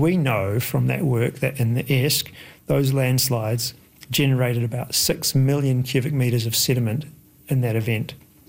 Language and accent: English; Wellington, New Zealand; I grew up in Wellington. A lot of my extended family is from Wellington